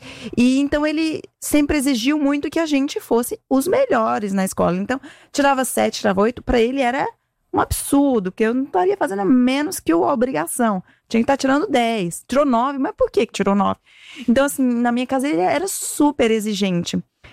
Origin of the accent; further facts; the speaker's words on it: Fortaleza, Ceará, Brazil; moved away as an adult; eu nasci em Fortaleza, fui criada lá, e passei na faculdade no Rio de Janeiro para fazer administração na FGV.